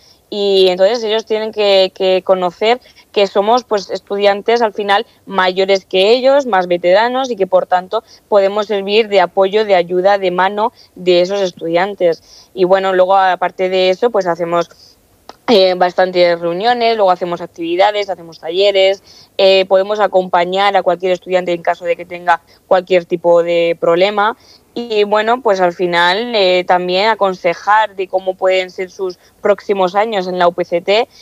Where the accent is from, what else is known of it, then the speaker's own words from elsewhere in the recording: Castilla-La Mancha, Spain; yo no soy de Cartagena, de hecho yo soy de un pueblito, de un pueblo de Ciudad Real, de Castilla-La Mancha, y para mí fue un cambio bastante drástico.